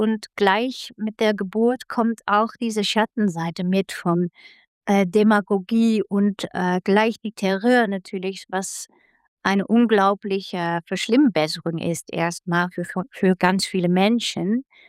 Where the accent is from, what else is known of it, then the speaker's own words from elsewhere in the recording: Netherlands; German is a second language; moved away as an adult; Ich komme ja aus den Niederlanden